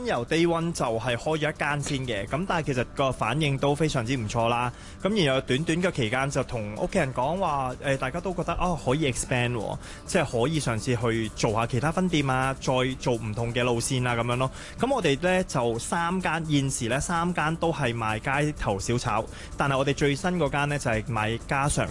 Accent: Thailand; now in Hong Kong; 我係泰國人嚟嘅

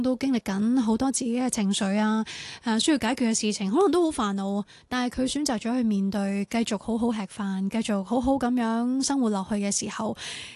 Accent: Hong Kong; 我哋香港人成日都会讲各有前因莫善人，其实是真的

